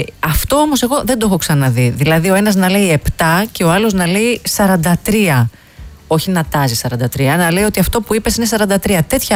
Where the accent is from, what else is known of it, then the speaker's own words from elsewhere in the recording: Thessaloniki, Central Macedonia, Greece; Εγώ είμαι Θεσσαλονικιά